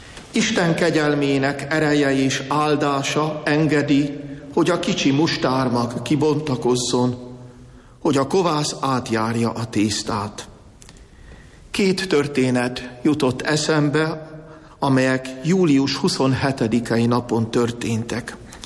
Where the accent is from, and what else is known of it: Matúškovo, Trnava Region, Slovakia; born or raised there